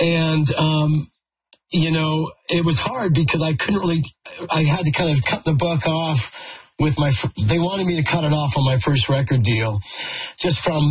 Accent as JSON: {"language": "English", "region": "Saskatchewan", "country": "Canada", "said": "because he was from Texas and I was from Saskatchewan"}